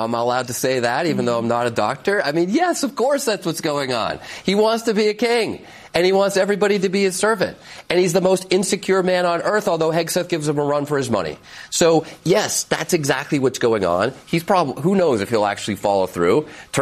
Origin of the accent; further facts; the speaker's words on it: Massachusetts, United States; look, I'm from Massachusetts, big hockey state.